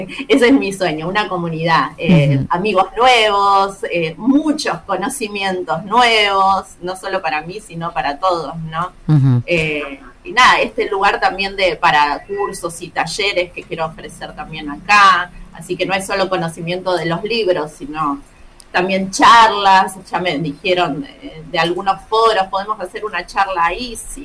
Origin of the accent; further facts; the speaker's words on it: Berazategui, Buenos Aires Province, Argentina; born there; also born or lived in Brazil; No, yo nací en Berazategui, provincia de Buenos Aires. Pero viví en varios lados. Hace poco volví de Brasil, estuve viviendo en Brasil, y hace poco retorné acá